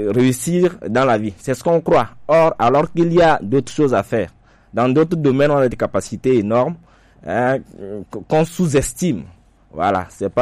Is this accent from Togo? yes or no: yes; Togo; nous, en tant que Togolais